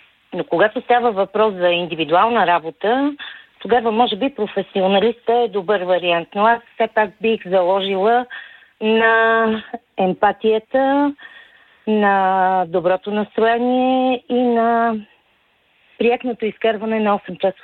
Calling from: Blagoevgrad, Blagoevgrad Province, Bulgaria; от Благоевград.

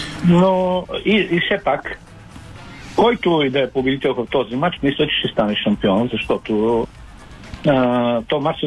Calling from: Sofia, Sofia City, Bulgaria; от София съм.

